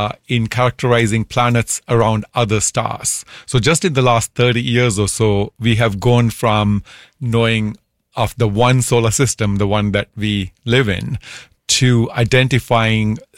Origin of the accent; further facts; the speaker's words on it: Sri Lanka; moved away; Back in the 1980s, as a teenager growing up in Sri Lanka, I wrote to the Jet Propulsion Lab